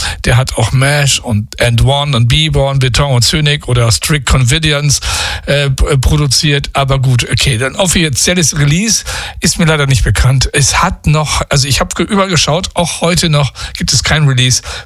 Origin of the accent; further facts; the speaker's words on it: Cologne, North Rhine-Westphalia, Germany; moved away; Also, ich bin Kölner, ne? Also Kölsche Junge